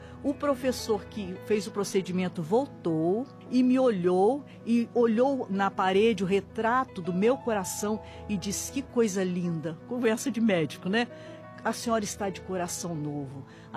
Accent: Espírito Santo, Brazil; now in São Paulo, Brazil; Eu sou natural do Espírito Santo e moro em São Paulo, no Jardim Paulista.

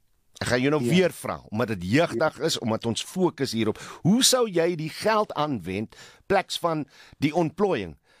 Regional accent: Atlantis, Western Cape, South Africa; ek het nou nie op die Kaapse vlakte groot geword nie, maar ek het wel in 'n bende getuisterde gebied Atlantis groot geword.

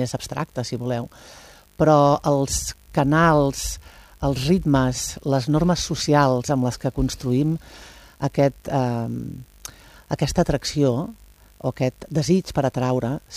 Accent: Catalonia, Spain; jo soc de Plaça Lluçanès.

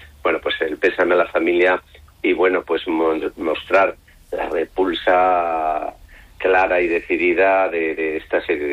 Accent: Gijón, Asturias, Spain; born there; porque yo nací en Gijón.

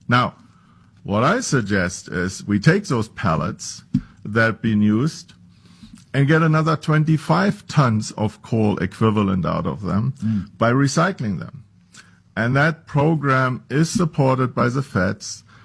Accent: Berlin, Germany; English is a second language; moved away as an adult; now in United States; I was born and raised in Berlin. I went to school there.

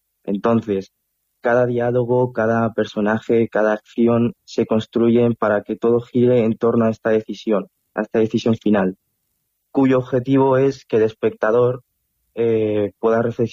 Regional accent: Tomelloso, Castilla-La Mancha, Spain; Tenemos uno en Tomelloso, en mi pueblo

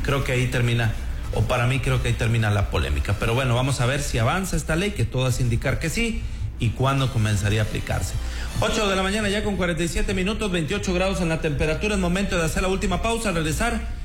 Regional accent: Mexico; como mexicano 100% aspirar a la gubernatura

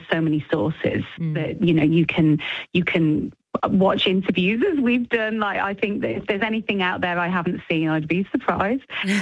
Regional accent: United Kingdom; obviously for me as a Brit, we have this very much a sort of stiff upper lip

